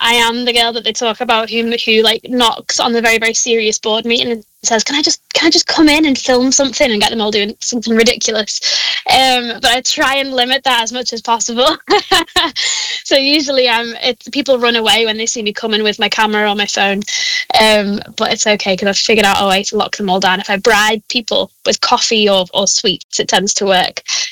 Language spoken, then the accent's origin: English; Liverpool, North West England, United Kingdom; I'm 25, I'm from Liverpool. If you can't hear that accent